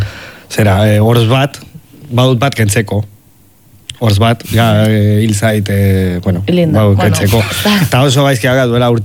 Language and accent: Basque; Pamplona, Navarre, Spain; nik ez dut euskalkirik, Iruñakoa naiz, orduan